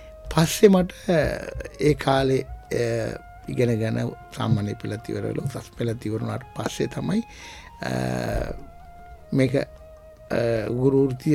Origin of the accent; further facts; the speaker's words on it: Pugoda, Western Province, Sri Lanka; ඒ මල්වාන පිහිටා තියෙන්නේ මගේ උපන් ගම පූගොඩ කුමාරිමුල්ල කියන ගම්මානේ.